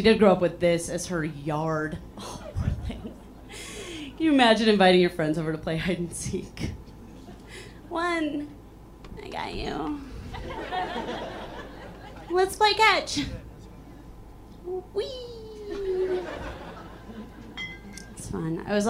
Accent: Chicago, Illinois, United States; like the host said, I'm from Chicago. I'm from here. I live in Chicago.

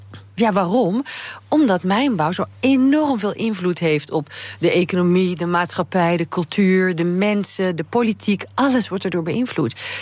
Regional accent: Limburg, Netherlands; born there; moved away; ik kom zelf uit een mijnbouwgebied

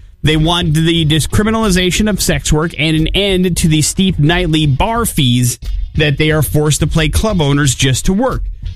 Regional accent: Wisconsin, United States; growing up in Wisconsin

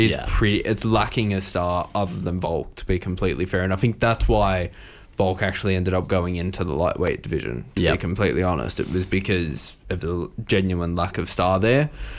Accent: Australia; As an Australian, obviously, we back him all the way.

